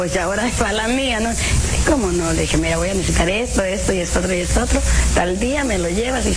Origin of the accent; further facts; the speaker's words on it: Guamúchil, Sinaloa, Mexico; born there; Yo nací en Salvador Alvarado. Con nombre ahora, Guamuchil, Sinaloa.